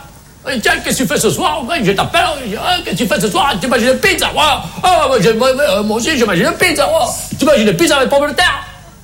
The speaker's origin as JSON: {"language": "French", "region": "Provence-Alpes-Côte d'Azur", "country": "France", "said": "Qu'on appelle la Provence. Tous les deux, nous sommes de la Provence."}